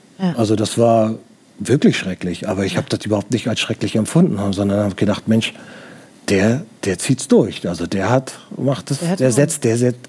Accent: Baltic coast, Germany; Ich komme aus der Nähe von der Ostsee.

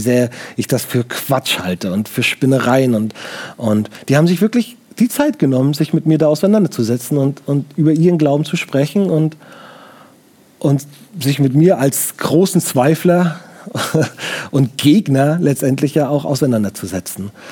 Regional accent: Baltic coast, Germany; Ich komme aus der Nähe von der Ostsee.

